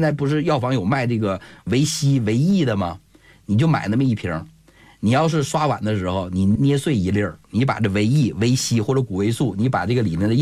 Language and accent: Chinese; China; 咱们内地人